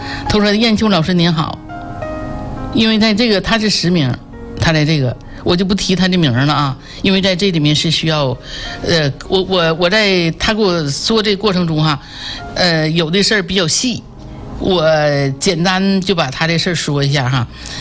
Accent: Jinzhou, Liaoning, China; born there; 我就生在锦州嘛哈，那是那儿叫南大坝。

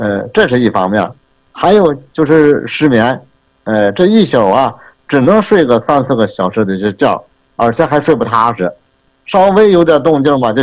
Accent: Shandong, China; 我是山东的。

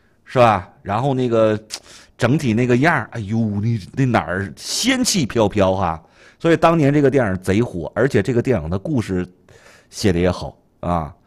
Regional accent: Northeast China, China; accent: Northeastern; 用咱们东北话说

